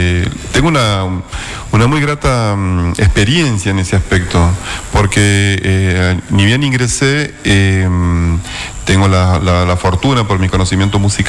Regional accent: Presidencia Roque Sáenz Peña, Chaco, Argentina; born there; estudié piano cuando era chico en Sáenz Peña

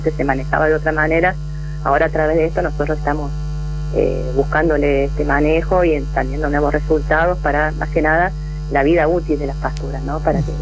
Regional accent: Córdoba, Argentina; also born or lived in Corrientes / Buenos Aires; yo soy cordobesa, me recibí en la Nacional acá en Córdoba, y en ese año me fui a trabajar a Corrientes

